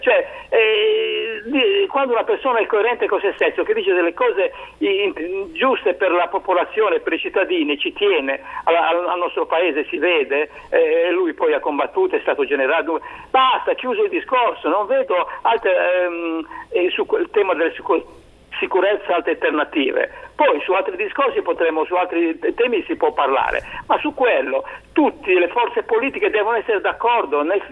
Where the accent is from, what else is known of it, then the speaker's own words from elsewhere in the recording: Albenga, Liguria, Italy; Io sono di Albenga, no? Sono di Albenga.